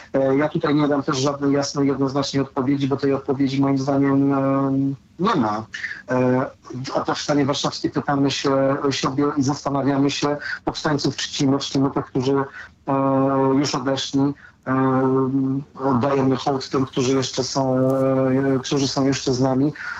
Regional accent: Warsaw, Masovian Voivodeship, Poland; mówię to zresztą jako warszawiak, jako historyk, jako, no już mogę się tak zautodefiniować, polski patriota.

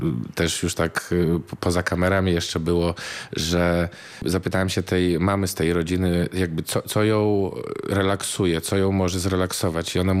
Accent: Białystok, Podlaskie Voivodeship, Poland; w którym ja się wychowywałem jako dziecko w Białymstoku.

